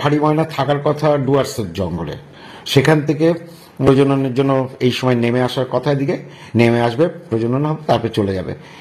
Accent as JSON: {"language": "Bangla", "region": "West Bengal", "country": "India", "tie": "born or raised there", "also_born_or_lived": "Kolkata", "moved": "yes", "lives_now": "Santiniketan, India", "said": "আমার ছোটবেলাটা কেটেছে শহরে নয়, গ্রামে, বসিরহাটে ওদিকের একটা গ্রামে আমাদের গ্রামের বাড়ি ছিল। সেখান থেকে পরে কিছুদিনের জন্য শহরে এসেছিলাম, কলকাতায় ছিলাম, তারপরে তো আবার শান্তিনিকেতনে আসি। শান্তিনিকেতনটাকে গ্রাম বলা যায় না, আবার শহরও বলা যায়"}